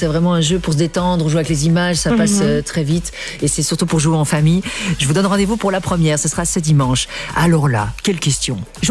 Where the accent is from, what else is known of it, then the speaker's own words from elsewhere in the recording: Belgium; C'est aussi chez nous en Belgique.